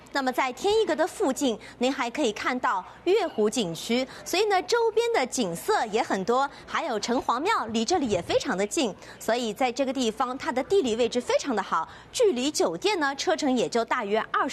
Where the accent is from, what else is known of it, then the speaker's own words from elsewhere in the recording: Shanghai, China; 我们上海人